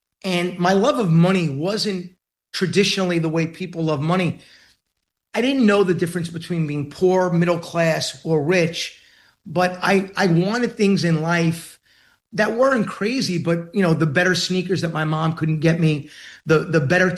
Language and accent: English; Queens, New York, United States; It's why I always say … from Queens, right?